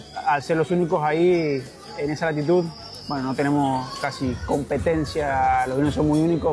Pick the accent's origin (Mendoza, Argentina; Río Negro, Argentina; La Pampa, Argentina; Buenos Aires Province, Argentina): Mendoza, Argentina; Nací en Mendoza, criado en Mendoza.